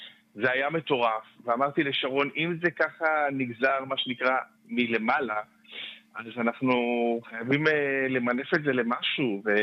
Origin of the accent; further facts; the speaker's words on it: Tel Aviv, Tel Aviv District, Israel; כשנינו גדלנו כאן בתל אביב.